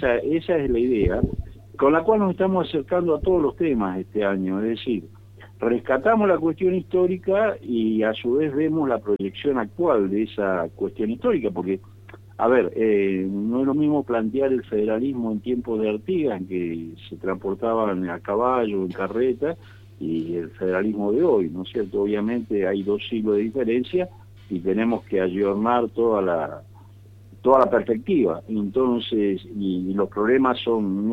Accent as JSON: {"language": "Spanish", "region": "Santa Fe", "country": "Argentina", "said": "que tenemos que hacer como santafesinos y como argentinos"}